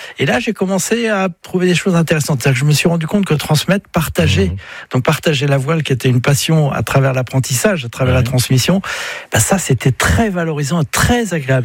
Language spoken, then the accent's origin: French; Brittany, France; je suis breton, et puis je le ressens profondément, donc voilà, de la vallée de la Rance, juste derrière Saint-Malo